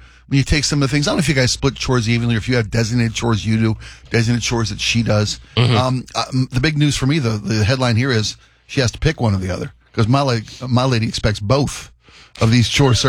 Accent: Baltimore, Maryland, United States; accent: Baltimore; When I moved here, I had a very Balmer accent. I hadn't quite learned to ditch my Balmer accent yet, right?

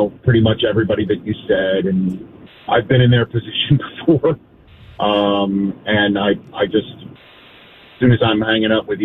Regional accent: New York, United States; I'm from the East Coast, so is my wife.

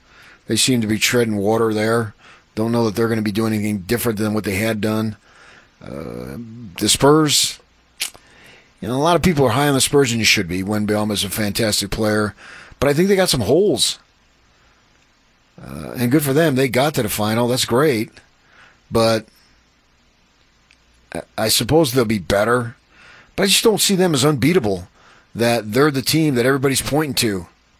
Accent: East Coast, United States; born there; moved away; certainly where I lived back east.

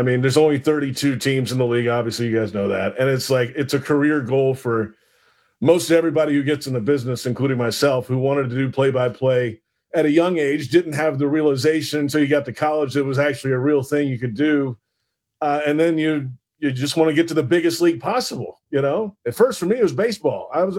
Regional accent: Trussville, Alabama, United States; moved away as an adult; I'm from Thrustville, Alabama, right outside of Birmingham. Went to the University of Alabama, 4 years

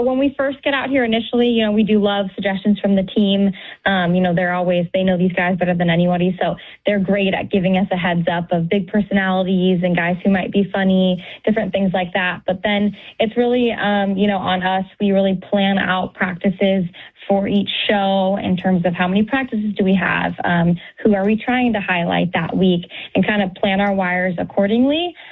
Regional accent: Green Bay, Wisconsin, United States; I'm from Green Bay, Wisconsin, as well as John.

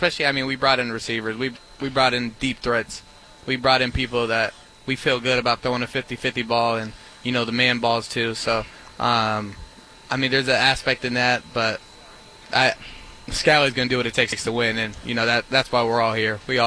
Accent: Phoenix, Arizona, United States; now in Salt Lake City, United States; I'm from Phoenix, Arizona. I mean, I love AZ.

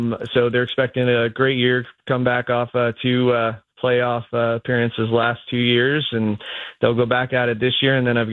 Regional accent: Colorado, United States; now in Phoenix area, Arizona, United States; Originally from Colorado, moved here.

